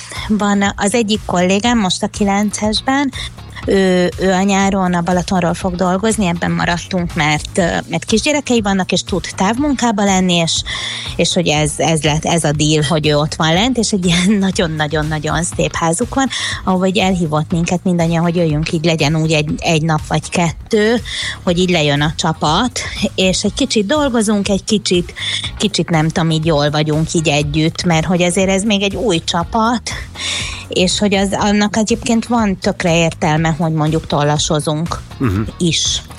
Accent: Budapest, Hungary; én ugye egy ilyen nagy belvárosi budapesti ember vagyok, szóval ezt nem tudnám sajnos letagadni

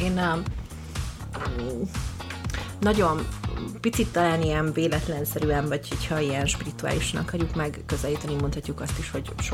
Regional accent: Ózd, Borsod-Abaúj-Zemplén, Hungary; moved away as an adult; also born or lived in Dunaújváros; now in Budapest, Hungary; Én eredetileg borsodi vagyok, ózdi, onnan mentem át.

